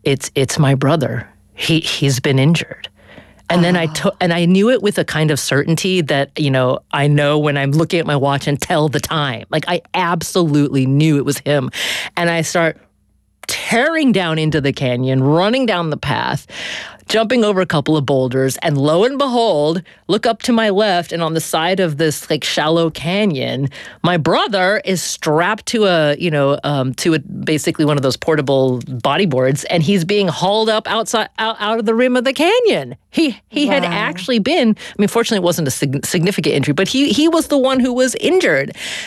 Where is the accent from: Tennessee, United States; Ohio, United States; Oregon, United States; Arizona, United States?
Oregon, United States; I grew up in Oregon, so it's central Oregon in the high desert there